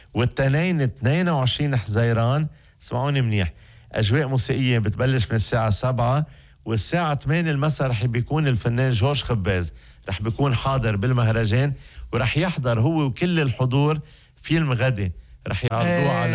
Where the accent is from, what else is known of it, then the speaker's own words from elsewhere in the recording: Lebanon; عنا بلبنان